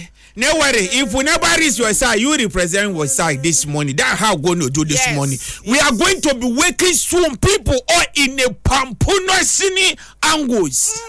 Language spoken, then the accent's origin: English; Benin; Where me I come from. Me I'm from Benin.